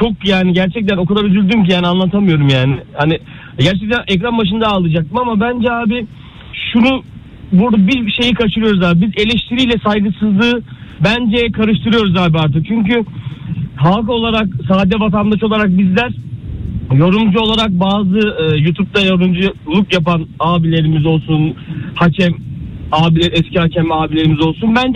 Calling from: Istanbul, Turkey; Ben İstanbul'dan, İstanbul'dan

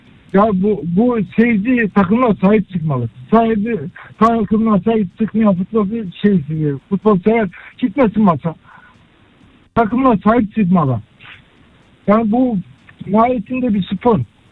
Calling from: Istanbul, Turkey; İstanbul'dan arıyorum.

